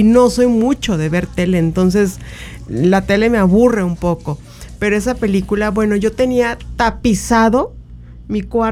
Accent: San Luis Potosí, Mexico; En San Luis sí, en mi pueblo no, doctor.

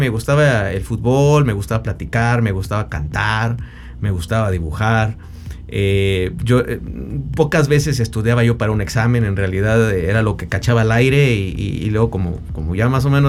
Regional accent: San Luis Potosí, Mexico; soy soy de San Luis Potosí, no tengo hermanos.

